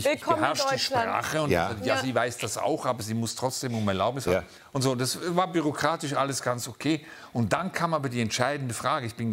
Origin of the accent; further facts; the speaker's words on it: Switzerland; Ich sag's, es ist einem Schweizer verboten. Als Schweizer sagt man sowas nicht.